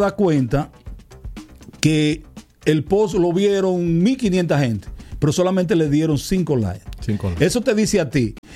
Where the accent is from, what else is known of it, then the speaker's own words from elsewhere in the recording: San José de las Matas, Santiago, Dominican Republic; mi pueblo natal, San José de las Matas, que no es matero, es matense